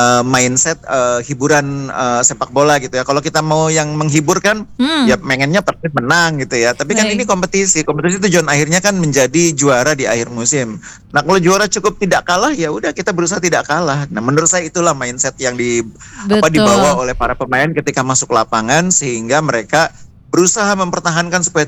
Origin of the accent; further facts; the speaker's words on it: Bandung, West Java, Indonesia; sebagai warga anak muda di Bandung ya, sebagai warga Jawa Barat secara keseluruhan